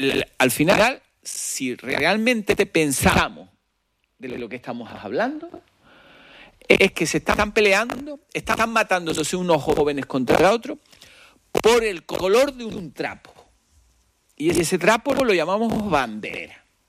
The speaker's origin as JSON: {"language": "Spanish", "region": "Canary Islands", "country": "Spain", "said": "yo me siento muy canario y me gusta la bandera canaria"}